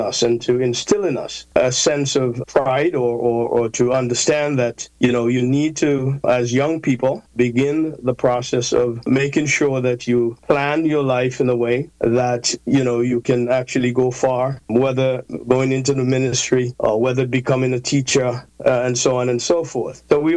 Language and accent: English; Antigua & Barbuda; Well, you know, growing up in Antigua and Barbuda, education has always been something that we value very much, and all across Antigua and Barbuda.